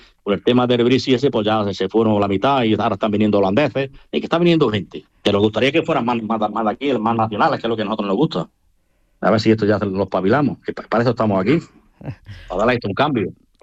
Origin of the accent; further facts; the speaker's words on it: Melegís, Andalusia, Spain; yo soy de los tres pueblos, yo precisamente soy de Melejí